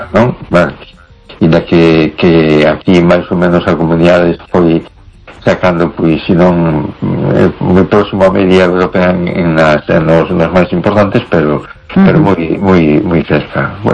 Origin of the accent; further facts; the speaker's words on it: A Coruña, Galicia, Spain; Hola, buenas noches. … de Coruña. ¿Qué tal estamos?